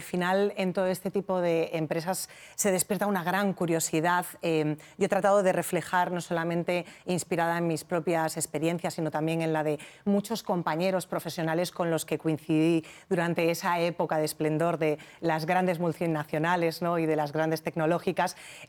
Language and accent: Spanish; Castile and León, Spain; soy leonesa, pero toda mi familia procede de Galicia, repartidos entre Ribeira Sacra y A Coruña, o sea que al final procedo de ahí, esos son mis orígenes